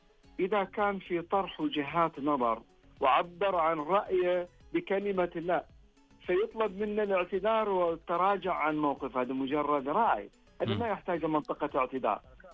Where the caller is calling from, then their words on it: Eastern Province, Saudi Arabia; من الشرقية.